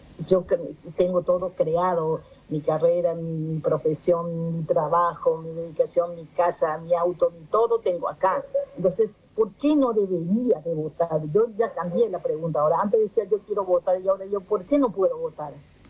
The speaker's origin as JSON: {"language": "Spanish", "country": "Paraguay", "moved": "yes", "said": "yo soy paraguaya, hablo guaraní"}